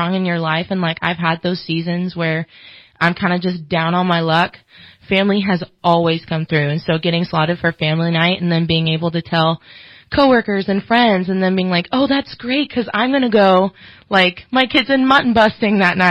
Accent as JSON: {"language": "English", "town": "Chowchilla", "region": "California", "country": "United States", "tie": "born or raised there", "moved": "as an adult", "said": "I grew up in the Central Valley in a teeny, teeny, tiny town called Chowchilla. It's full of almond trees and dairies, and it's very dusty."}